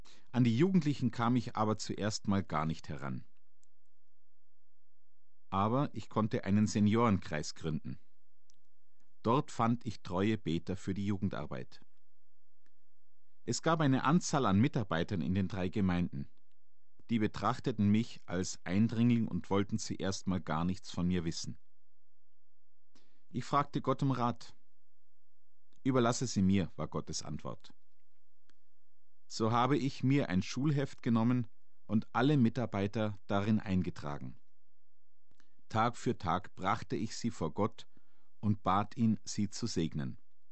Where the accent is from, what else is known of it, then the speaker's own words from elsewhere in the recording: Icking, Bavaria, Germany; Von meinem Heimatort Iking hat man einen weiten Blick über das Isartal bis zu den Alpen.